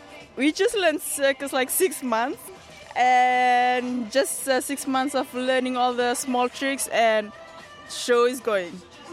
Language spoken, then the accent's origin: English; Lampasa, Fiji; And I'm from Lampasa, the small island of Fiji, the other small island.